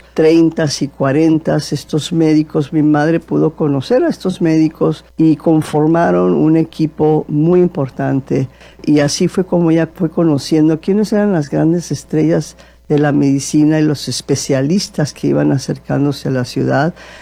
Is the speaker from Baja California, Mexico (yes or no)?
yes; Tijuana, Baja California, Mexico; somos tijuanenses, somos baja californianas, queremos mucho a nuestra entidad